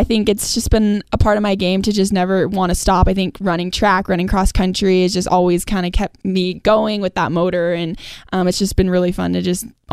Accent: Montana, United States; my home state

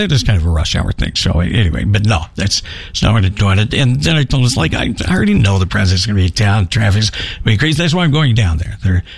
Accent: Kansas City, United States; moved away; I grew up in Kansas City where there was actual rush hour traffic.

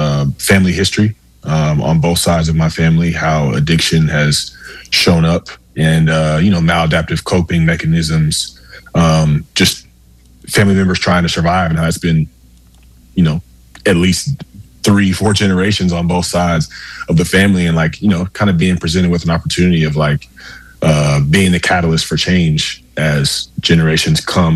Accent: Atlanta, Georgia, United States; I grew up in the Atlanta area

